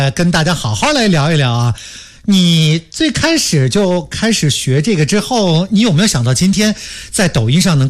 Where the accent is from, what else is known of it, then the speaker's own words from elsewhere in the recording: Shenzhen, Guangdong, China; born there; 我小的时候在深圳